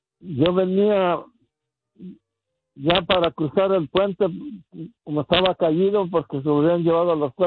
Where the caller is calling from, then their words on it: Tala, Jalisco, Mexico; yo soy de Huizquilco, municipio de Tala, Jalisco.